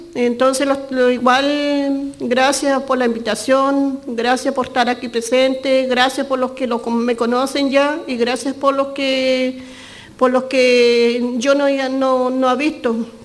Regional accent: Los Muermos, Los Lagos, Chile; Soy la mamá de … por lo menos yo vengo de Los Muermos, una hora de Puerto a Los Muermos.

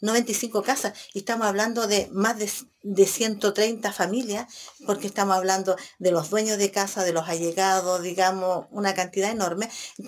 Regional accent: Penco, Biobío, Chile; soy de Penco Chico

